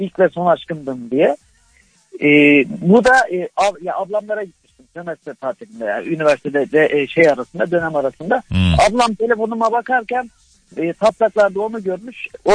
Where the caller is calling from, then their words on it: Erzurum, Turkey; Ben Erzurumluyum.